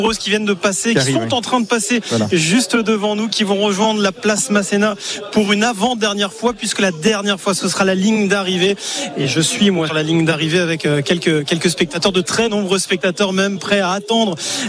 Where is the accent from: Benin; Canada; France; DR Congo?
France; Nice, Provence-Alpes-Côte d'Azur; Ouais, je suis de Nice, effectivement